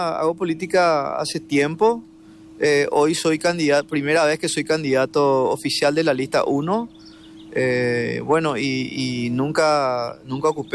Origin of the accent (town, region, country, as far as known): Ipané, Central, Paraguay